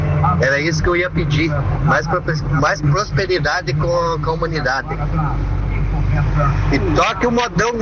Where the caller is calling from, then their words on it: Joaçaba, Santa Catarina, Brazil; Sou de Joaçaba.